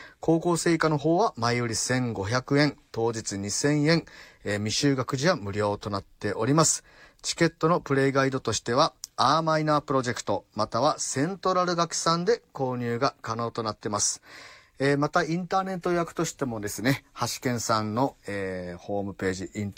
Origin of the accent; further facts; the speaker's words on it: Amami, Kagoshima, Japan; 私の地元浦上青少年団8月踊り